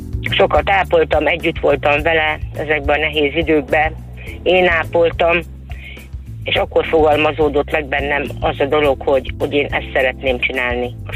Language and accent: Hungarian; Demjén, Heves, Hungary; ez a gyermekkor, ez Demjénbe történt, demjéni származású vagyok